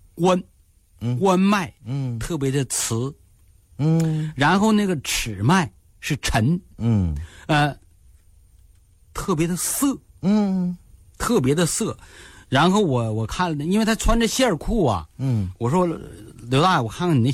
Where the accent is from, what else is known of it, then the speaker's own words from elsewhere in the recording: Northeast China, China; 你就像我走去国外，我到哪儿我都会说我是东北人。